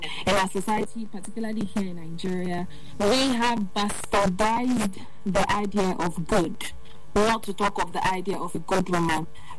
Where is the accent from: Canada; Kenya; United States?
Kenya; now in Doha, Qatar; I'm a Kenyan Doha, and I'm so happy to be here.